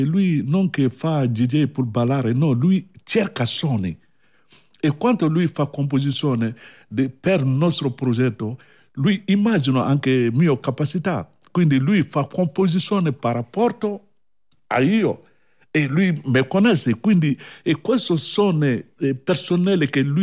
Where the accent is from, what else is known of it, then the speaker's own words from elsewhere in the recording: Mali; born there; Italian is a second language; Io è vero che sono nato a Mali da una famiglia griot, io sono griot e vivo con mia cultura e mia tradizione.